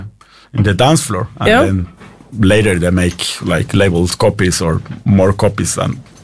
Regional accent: Costa Rica; moved away as an adult; now in Oslo, Norway; I'm from Costa Rica. I have lived here for 16 years.

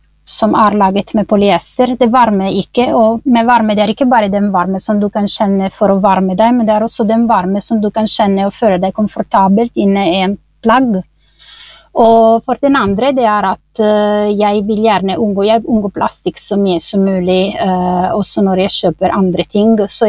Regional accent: Italy; Norwegian is a second language; moved away as an adult; now in Norway; jeg kommer fra Italia

